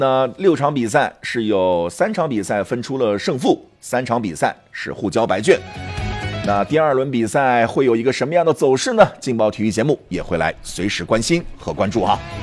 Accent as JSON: {"language": "Chinese", "town": "Tacheng", "region": "Xinjiang", "country": "China", "tie": "born or raised there", "said": "我老家是塔城的，明天我有空"}